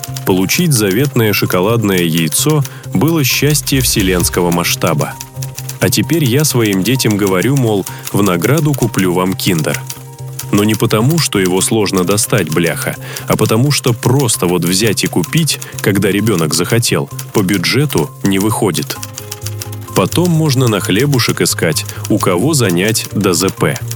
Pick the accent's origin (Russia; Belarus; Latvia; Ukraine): Belarus; А как быть с тем, что мы, белорусы, пусть недолго, но жили неплохо